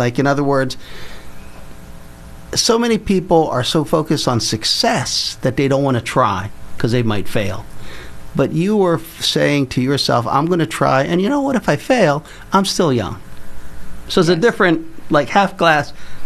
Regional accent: Philadelphia, Pennsylvania, United States; we Philadelphians

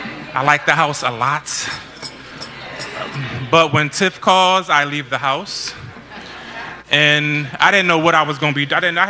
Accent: Philadelphia, Pennsylvania, United States; North Philly raised me, I found my voice on the art scene in Philly.

